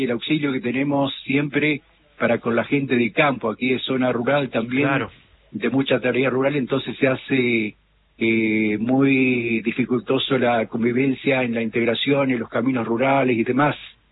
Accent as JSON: {"language": "Spanish", "town": "Río Mayo", "region": "Chubut", "country": "Argentina", "tie": "born or raised there", "said": "no soy nacido acá, pero toda la vida aquí en nuestro lugar"}